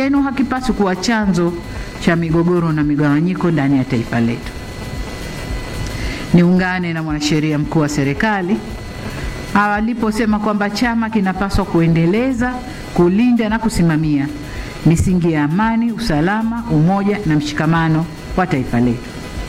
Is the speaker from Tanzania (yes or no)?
yes; Tanzania; sisi ni Watanzania